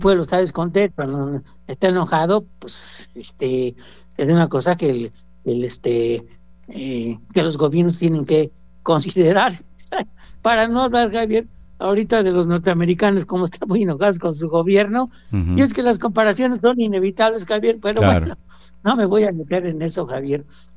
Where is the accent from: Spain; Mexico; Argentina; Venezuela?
Mexico; también como mexicano